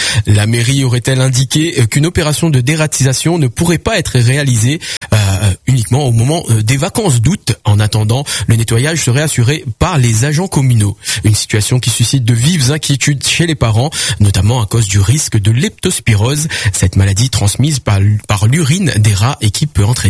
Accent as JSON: {"language": "French", "country": "Réunion", "said": "chez nous, à La Réunion"}